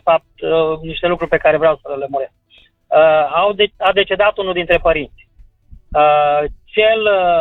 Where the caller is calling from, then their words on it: Baia Mare, Maramureș County, Romania; sunt din Baia Mare.